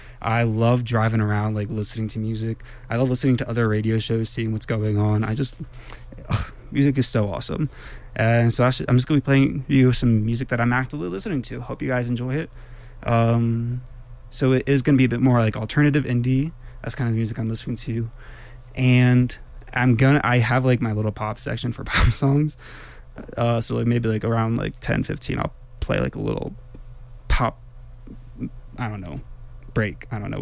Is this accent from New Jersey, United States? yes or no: yes; New Jersey, United States; moved away as an adult; now in Telluride, United States; I'm actually from New Jersey.